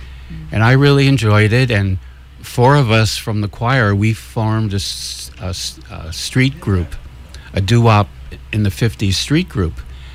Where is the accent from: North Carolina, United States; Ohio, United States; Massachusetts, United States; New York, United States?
New York, United States; New York City; I grew up in Brooklyn, New York. I went to Catholic elementary school, and I sang in the church choir from fourth grade through eighth grade.